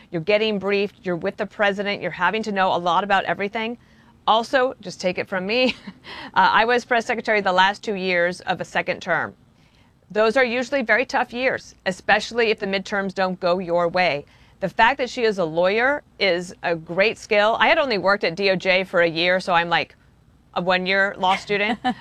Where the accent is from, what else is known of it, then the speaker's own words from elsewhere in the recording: New York, United States; as a New Yorker, I will tell you